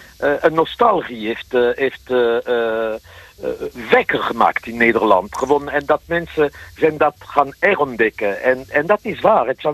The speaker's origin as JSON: {"language": "Dutch", "region": "south-west France", "country": "France", "moved": "yes", "lives_now": "Amsterdam, Netherlands", "said": "Ik kom zelf uit Zuidwest-Frankrijk. Ik kom uit het platteland. Niet echt een berggebied, maar gewoon aan de voet van de Pyrenee."}